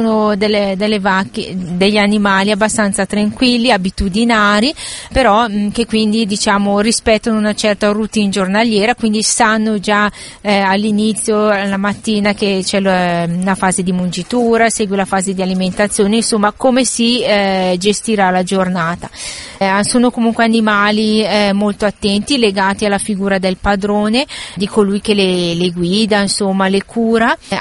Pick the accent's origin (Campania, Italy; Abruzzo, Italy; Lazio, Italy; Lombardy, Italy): Lombardy, Italy; accent: Bergamasque; in dialetto bergamasco, il nostro dialetto